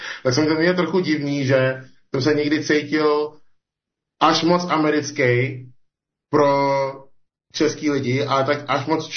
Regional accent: Nigeria; Czech is a second language; now in Czech Republic; jsem z Nigérie a člověk z Nigérie žije v České republice

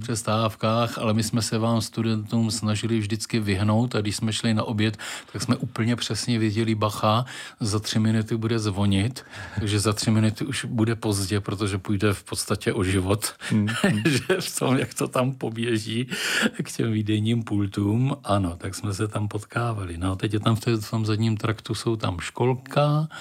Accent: Brno, South Moravian Region, Czechia; Já pocházím z Kotlářské a tady ze Žabin úplně na začátku života.

